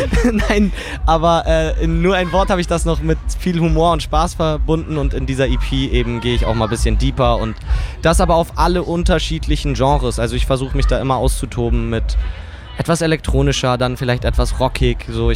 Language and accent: German; Hamburg, Germany; Vor allem nicht als Hamburger, wo du nur an der Elbe hängst